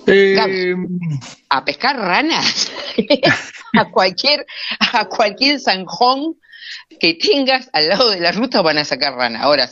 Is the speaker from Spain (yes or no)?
no; San Vicente, Buenos Aires Province, Argentina; born there; Yo cuando era muy, muy pequeña, hablando de, no sé, 8 años, por ahí, en San Vicente